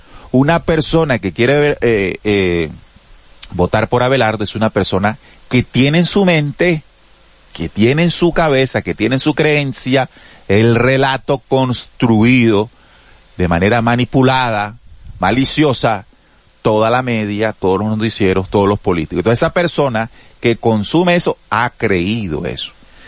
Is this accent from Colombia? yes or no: yes; Colombia